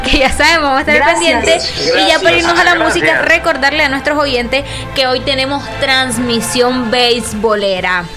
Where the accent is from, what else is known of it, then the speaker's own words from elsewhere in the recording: Nicaragua; Así de fieles somos los nicaragüenses.